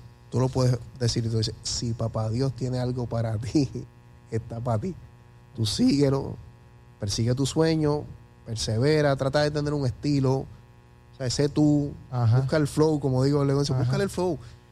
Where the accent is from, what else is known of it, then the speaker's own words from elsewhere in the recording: Puerto Rico; Estoy aquí en mi tierra